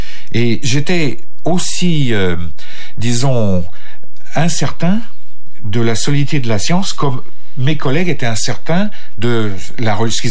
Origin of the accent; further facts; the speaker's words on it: Île-de-France, France; Je suis né en France, mais ce qu'on appelle né en exil. Bon, c'est peut-être un peu pompeux, mais en exil, ça veut dire que mon père, ainsi que ma mère, faisaient partie d'une communauté de réfugiés politiques, de gens chassés pour des raisons aussi politiques